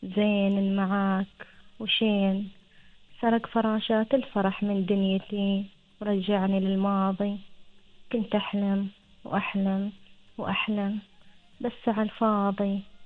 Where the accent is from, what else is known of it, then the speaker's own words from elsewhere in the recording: Oman; احنا كعمانيين عاداتنا تقريبا متشابهة